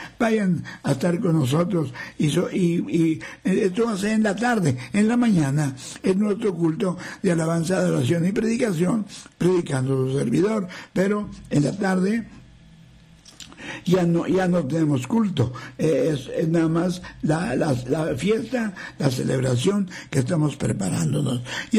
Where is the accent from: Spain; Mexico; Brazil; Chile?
Mexico; nos damos un abrazo y un saludo como mexicanos